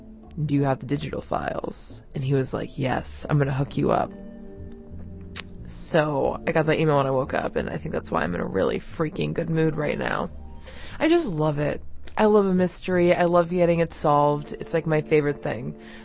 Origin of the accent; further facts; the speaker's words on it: Los Angeles, California, United States; you'll know that I grew up in the Palisades, which is no longer there, and my parents are living in Santa Monica now